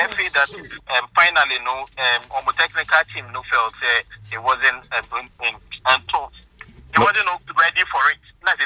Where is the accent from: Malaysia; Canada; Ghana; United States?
Ghana; being a Ghanaian